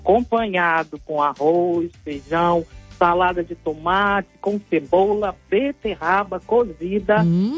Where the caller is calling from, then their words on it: Rio de Janeiro, Brazil; Campo Grande mesmo, Estrada Santa Maria.